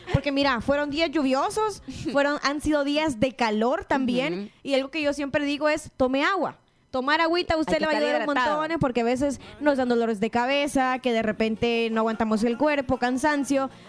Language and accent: Spanish; El Salvador; soy salvadoreña